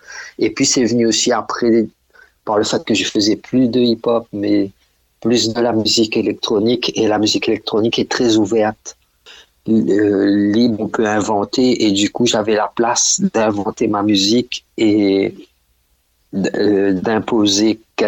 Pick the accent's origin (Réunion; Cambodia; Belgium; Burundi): Réunion; moved away as an adult; c'est quand j'ai quitté La Réunion pour aller à l'armée.